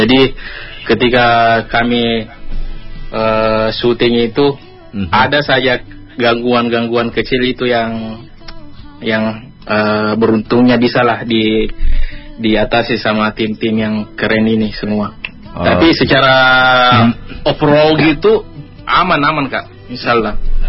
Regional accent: Jakarta, Indonesia; accent: Jakarta; Aku kan terbiasa dengan logat Jakarta.

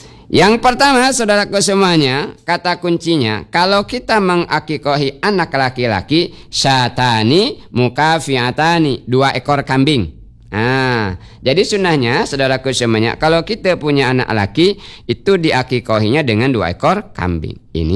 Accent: Bangka Belitung Islands, Indonesia; kita orang Bangka

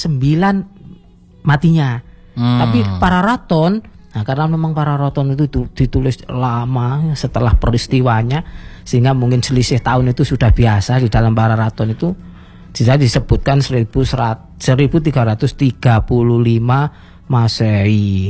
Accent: Malang, East Java, Indonesia; Nah, ini saya dari Malang Selatan. Dari Malang Selatan pakai sepeda motor ke Jalan Candi Panggung.

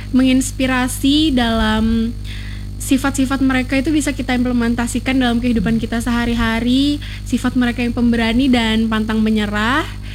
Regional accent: Palangka Raya, Central Kalimantan, Indonesia; namun saya merupakan anak dari suku Dayak Kalimantan Selatan. Namun saya lahir dan besar di Kota Palangkaraya.

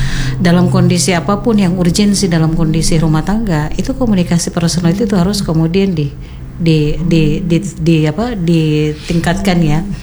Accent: North Maluku, Indonesia; saya ini orang Kayowa, Bajo, otomatis saya suara saya agak sedikit keras gitu ya, sedikit keras. Karena apa? Saya dilahirkan di pinggir pantai yang ombaknya besar.

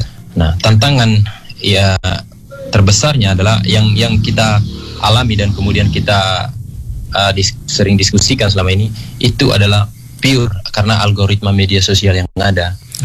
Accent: East Nusa Tenggara, Indonesia; kita orang NTT

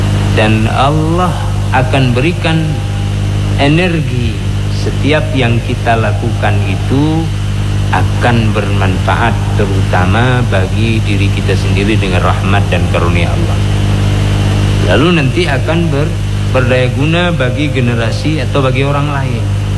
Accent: Aceh, Indonesia; rasa kita orang Aceh

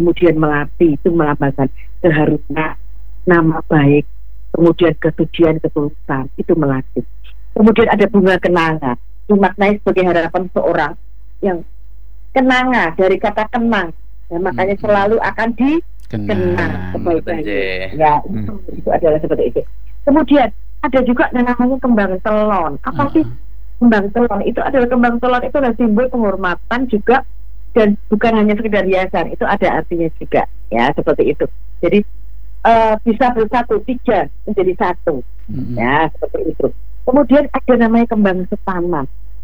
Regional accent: Java, Indonesia; Bureh kalau kita orang Jawa itu kan diburehkan ya, ditaruh di badan, diburehkan gitu.

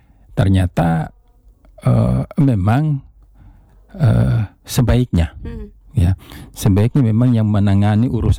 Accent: Baubau, Southeast Sulawesi, Indonesia; Kalau saya asalnya Sulawesi Tenggara. Asli Sulawesi Tenggara. Sukunya suku Buton.

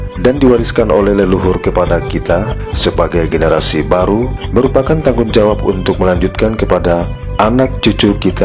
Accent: Maluku, Indonesia; kita sebagai orang Maluku

